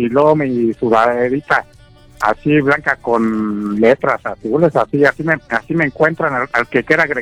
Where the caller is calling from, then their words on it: Juan Aldama, Mexico; para toda la gente bonita de aquí de Juan Lama que nos escucha